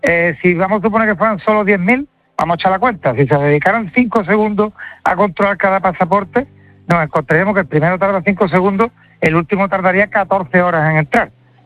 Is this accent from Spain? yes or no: yes; Spain; Si nosotros que somos españoles, o por ejemplo si fuéramos portugueses, estamos en el espacio Schengen